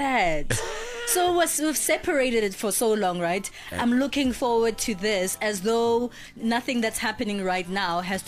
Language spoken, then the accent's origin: English; South Africa; I'm a girl from Ekasi. Okay. I'm a township girl.